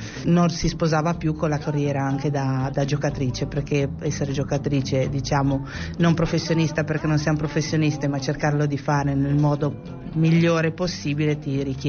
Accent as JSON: {"language": "Italian", "region": "Liguria", "country": "Italy", "also_born_or_lived": "Mantua", "moved": "as an adult", "said": "E poi mi sono trasferita a Mantova, perché io sono ligure, per ragioni di studio"}